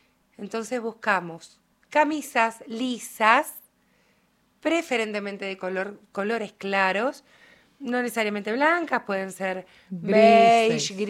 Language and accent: Spanish; Río Turbio, Santa Cruz, Argentina; los rioturbienses somos más bien echados para adentro